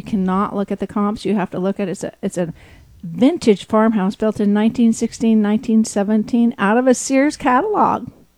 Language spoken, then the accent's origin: English; Santa Barbara, California, United States; moved away as an adult; now in Solvang, United States; yes, I grew up in Santa Barbara, but I've been here for 19 years now.